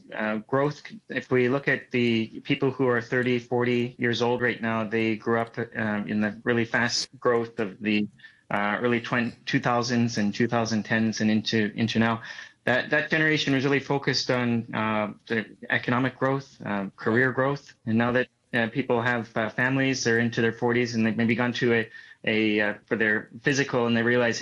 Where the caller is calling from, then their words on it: Shenzhen, Guangdong, China; Today I'm calling in from Shenzhen. Mm. So I came to China for the first time 20 plus years ago